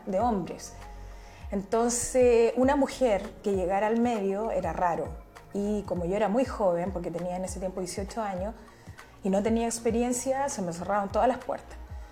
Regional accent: Santiago, Santiago Metropolitan Region, Chile; moved away as an adult; now in Tomé, Chile; Yo soy de Santiago, ya nací el 3 de agosto del 72 y en 1995 nos vinimos con toda mi familia acá a Tomé.

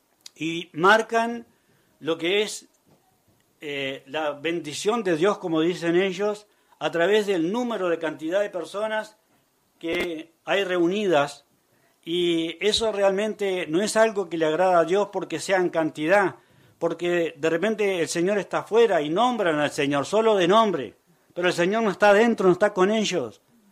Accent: Uruguay; somos hermanos de Uruguay

